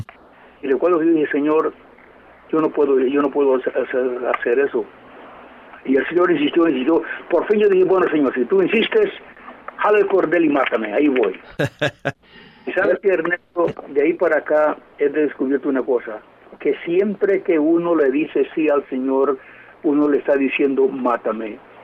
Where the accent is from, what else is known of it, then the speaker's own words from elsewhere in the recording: Puerto Rico; born there; Pero yo rechazaba al Señor porque yo nací en Puerto Rico.